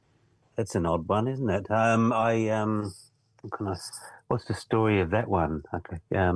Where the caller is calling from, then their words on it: Northcote, Victoria, Australia; I should have been more specific. It's in Northcote in Victoria.